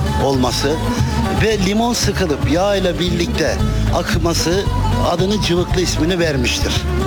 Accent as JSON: {"language": "Turkish", "town": "Develi", "region": "Kayseri", "country": "Turkey", "said": "Biz develer kahvaltıda cıvıklı yeriz."}